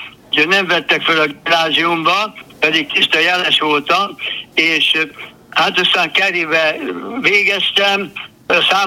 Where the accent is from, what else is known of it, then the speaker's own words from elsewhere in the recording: Oradea, Bihor, Romania; és akkor én Nagyváradon nevelkedtem, ott lett az első áldozó